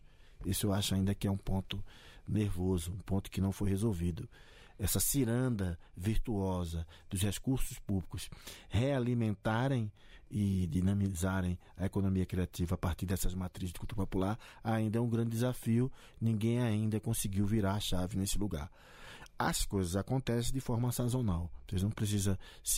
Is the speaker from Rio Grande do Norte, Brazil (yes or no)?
no; Recife, Pernambuco, Brazil; moved away as an adult; na minha infância, na minha adolescência, na minha juventude em Recife